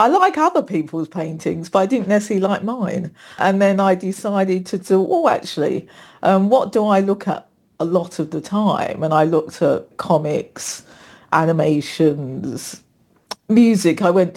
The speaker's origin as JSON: {"language": "English", "town": "Plaistow", "region": "London", "country": "United Kingdom", "tie": "born or raised there", "said": "I was born in West Ham, lived in Plaistow for most of my childhood and my early adulthood."}